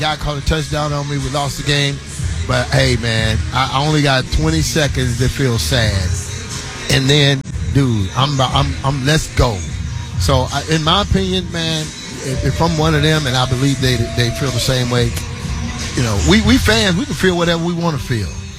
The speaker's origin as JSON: {"language": "English", "town": "Houston", "region": "Texas", "country": "United States", "said": "I'm from Houston, Texas."}